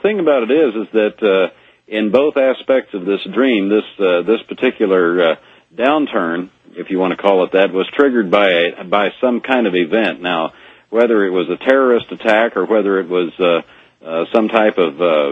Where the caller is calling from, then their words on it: Kansas City, Missouri, United States; I'm calling you from Kansas City, Missouri